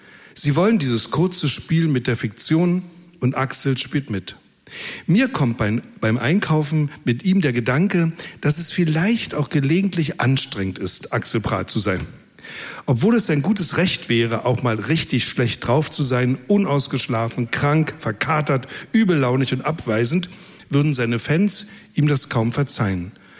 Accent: East Germany, Germany; Ich bin Ossi, ich sage noch Kaufhalle.

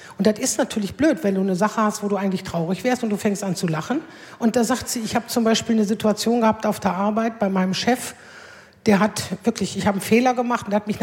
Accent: Aldekerk, North Rhine-Westphalia, Germany; ich komme aus Aldekerk

